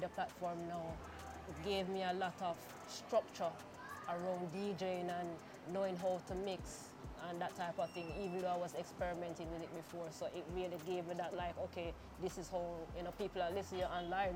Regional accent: Brownstone, Jamaica; also born or lived in Kingston; So I grew up in Brownstone.

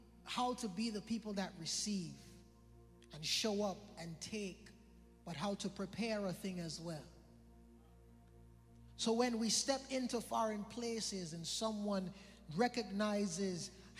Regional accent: British Virgin Islands; moved away; I'm proud from the BVI.

